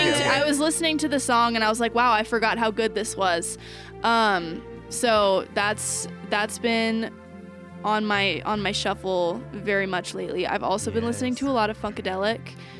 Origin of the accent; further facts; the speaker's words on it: East Coast, United States; also born or lived in Baltimore / Annapolis; now in Colorado, United States; I am from the East Coast, and there's a lot of good hardcore, especially in Baltimore, which is where I lived for a while before I moved to Annapolis.